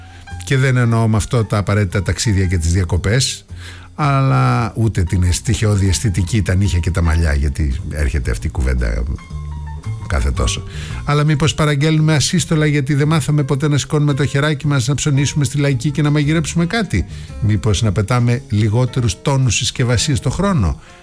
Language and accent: Greek; Greece